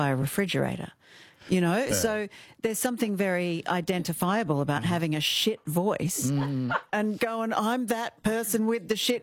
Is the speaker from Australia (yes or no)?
yes; Kalgoorlie, Western Australia, Australia; Look, I'm from Kalgoorlie. I get to call it.